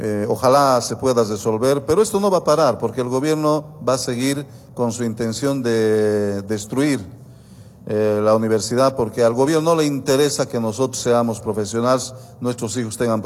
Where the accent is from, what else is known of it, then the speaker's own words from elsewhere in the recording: Bolivia; Somos bolivianos, al final de cuentas, todos.